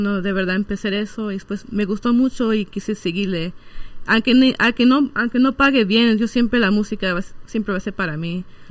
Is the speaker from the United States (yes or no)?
yes; Atwater, California, United States; Yo soy de Atwater, California.